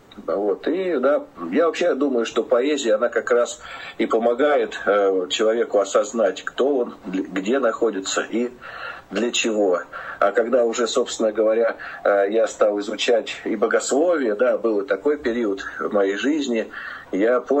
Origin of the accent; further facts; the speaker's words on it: Moscow, Russia; born there; Родился я в Москве в 1973 году, еще в прошлом веке.